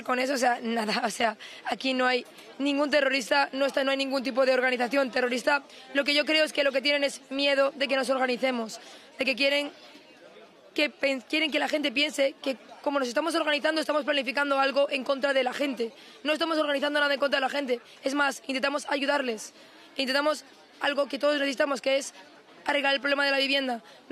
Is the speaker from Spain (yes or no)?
yes; Spain; por lo menos dar nota de que nosotros también somos españoles